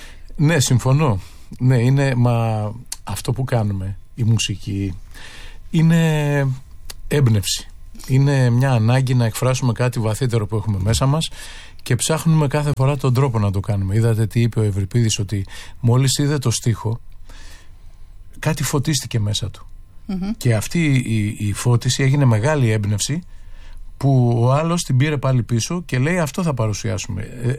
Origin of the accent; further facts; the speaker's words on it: Kefalonia, Ionian Islands, Greece; Εγώ είμαι από την Κεφαλονιά, έτσι, και η μητέρα μου από την Ικαρία.